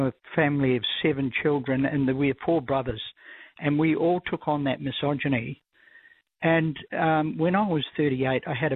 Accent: Christchurch, Canterbury, New Zealand; I went back to my hometown, which is Christchurch, New Zealand

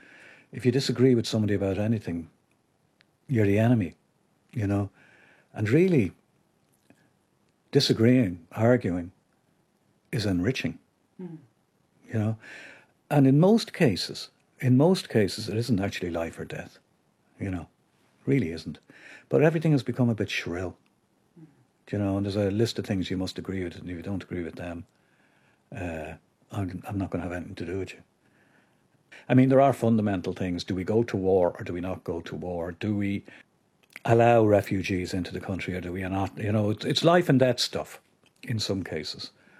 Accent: Ireland; We were both in a little way outsiders, being Irish at that time.

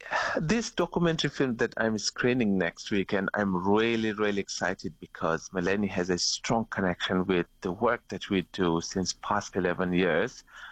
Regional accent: Afghanistan; moved away as an adult; also born or lived in Indonesia; I'm from Afghanistan, from Hazara minority ethnic group.

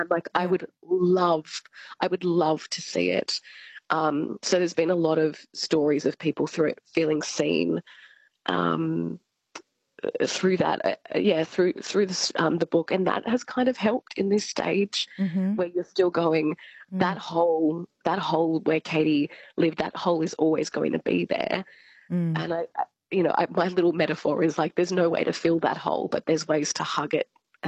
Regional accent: Albury, New South Wales, Australia; In Albury Wodonga, so I'm from Albury, yes

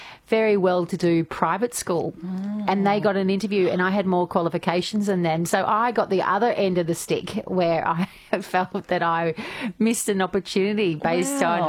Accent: Australia; "Je habite Australia," mentioned that I was from Australia.

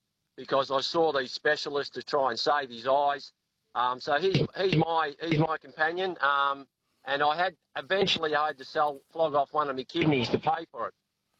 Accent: Wangaratta, Victoria, Australia; I'm from Wangaratta.

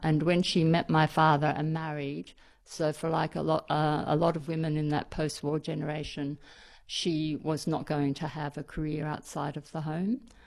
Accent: Katoomba, New South Wales, Australia; born there; also born or lived in Sydney; I was born in Sydney, but my family didn't live there. They lived in Katoomba. It's a small town in the Blue Mountains. So I was taken back there and spent my first 7 years in the Blue Mountains. And I regard that as my home country, if you like.

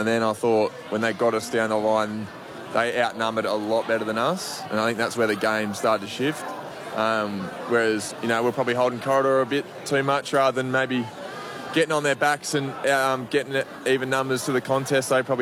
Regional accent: Adelaide, South Australia, Australia; Adelaide's my hometown and the MCG will probably have 95,000, so I'll be very happy with either.

